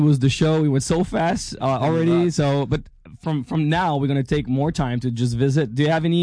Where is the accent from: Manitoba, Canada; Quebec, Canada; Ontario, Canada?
Quebec, Canada; Quebec City; We're from Quebec City, actually.